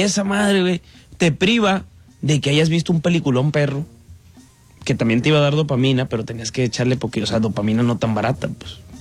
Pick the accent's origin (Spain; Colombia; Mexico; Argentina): Mexico; Como todo mexicano, toda la sí. vida nomás.